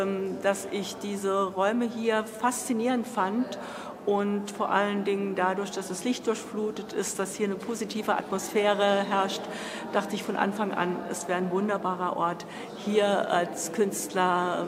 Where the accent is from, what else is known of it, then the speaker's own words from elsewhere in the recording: St. Ingbert, Saarland, Germany; Ich bin gebürtige St. Ingberterin